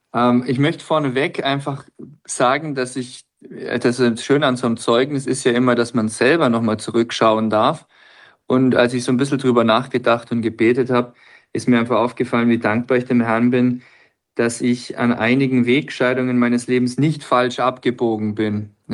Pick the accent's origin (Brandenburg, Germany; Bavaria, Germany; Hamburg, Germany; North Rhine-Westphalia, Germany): Bavaria, Germany; Bayreuth; bin jetzt 33, so alt wie Jesus, der Überlieferung nach war. Das heißt, jetzt geht's abwärts. Ich bin geboren in Bayreuth im schönen Frankenland, bin dort aufgewachsen in einem kleinen Kaff, ich glaube 200 Seelen, ich weiß gar nicht wie viel, mehr Kühe als Leute damals noch.